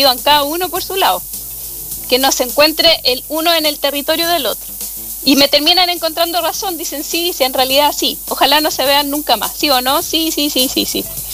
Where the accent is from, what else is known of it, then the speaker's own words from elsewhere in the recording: Santiago, Santiago Metropolitan Region, Chile; moved away as an adult; now in Cochrane, Chile; cuando yo nací y criaba en Santiago, llegué hace como 15 años acá a Cochrane